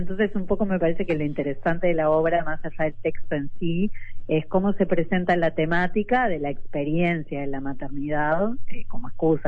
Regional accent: Uruguay; soy una actriz uruguaya

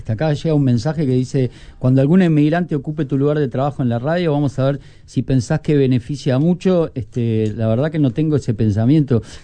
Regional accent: Uruguay; born there; Mis bisabuelos eran europeos, mis bisabuelos. En mi caso que vengo también a ser tercera generación nacida en Uruguay.

